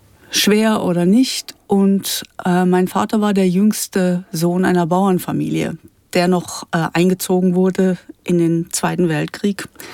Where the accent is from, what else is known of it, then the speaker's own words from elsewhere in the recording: North Rhine-Westphalia, Germany; moved away; also born or lived in Münster; Meine Eltern stammen aus dem Münsterland. Aufgewachsen bin ich am Rande des Ruhrgebiets. Und beide Eltern waren nicht aus bürgerlichen und akademischen Kreisen. Meine Mutter aus einem Dorf, Handwerkerhintergrund.